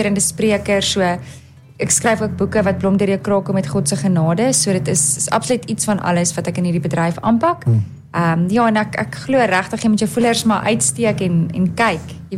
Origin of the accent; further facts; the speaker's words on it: Hartbeespoort, North West, South Africa; So ek is van die pragtige area Harties. Ja, ja. So ek gesels vandag bietjie in my tuisdorp, so dis my groot voorreg.